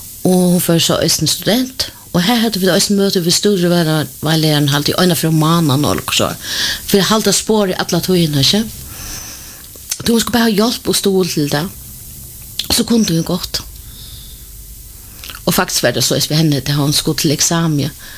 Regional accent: Faroe Islands; jeg er færing

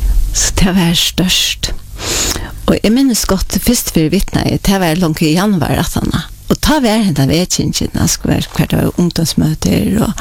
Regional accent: Klaksvík, Faroe Islands; Jag är uppvuxen i Klagsvik. Och jag är född i Surveje. Bodde först i 5 år i Surveje. Och så flottade för äldre med Klagsvik.

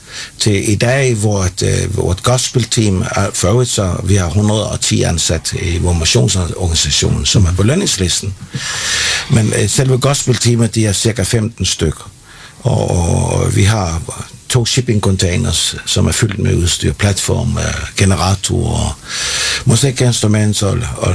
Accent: Capital Region of Denmark, Denmark; Altså, jeg er fisker søn fra Bornholm. Og som dreng så tog jeg også ude i robåden med pilken

